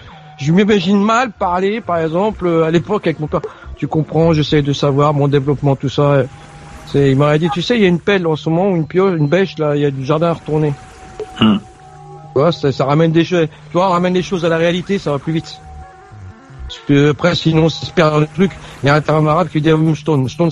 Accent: France; born there

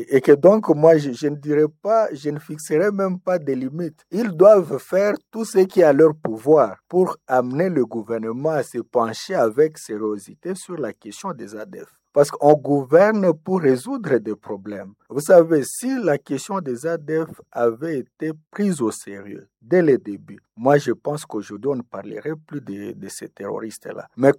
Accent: DR Congo; chez nous au Nord Kivu et en Ituri

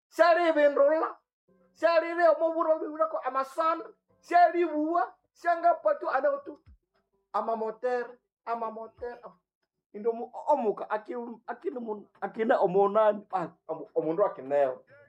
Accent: Lubero, North Kivu, DR Congo; Kule kwetu Lubero sijue naona mnaishi kule na watu wengine, makabila mbalimbali, manani.

